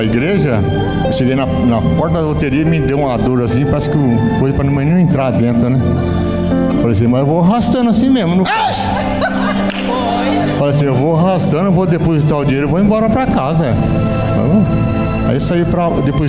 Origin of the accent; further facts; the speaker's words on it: Curitiba, Paraná, Brazil; Sou lá de Curitiba, mas eu vim aqui com todo prazer, irmão.